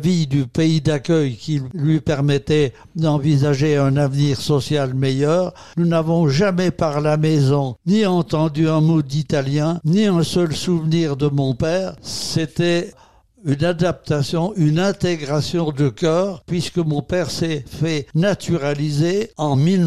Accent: Xivray-Marvoisin, Grand Est, France; born there; Je suis né à Xivray-Marvoisin, petit village dans la plaine de la Wavre, comme on dit, à une quinzaine de kilomètres de Commercy

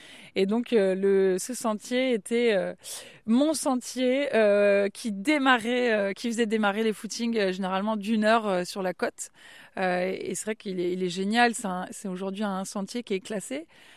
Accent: Le Vieux-Marché, Brittany, France; je suis originaire du Trégor, une petite bourgade de 1000 habitants qui s'appelle Le Vieux Marché. J'ai grandi là-bas pendant... on va dire 20 ans de ma vie

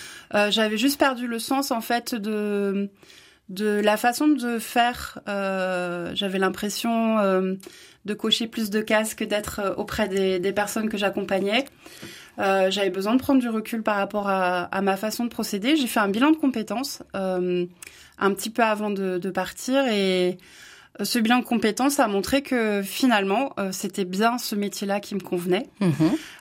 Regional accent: Brest, Brittany, France; moved away as an adult; now in Charente, France; c'est un prénom breton, parce que je viens de Brest. Je suis arrivée il y a une vingtaine d'années en Charente

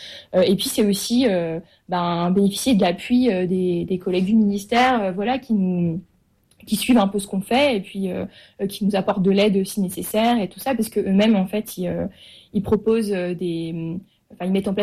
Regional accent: Lyon, Auvergne-Rhône-Alpes, France; Donc, moi, j'étais à Lyon avant. Enfin, je suis lyonnaise d'origine.

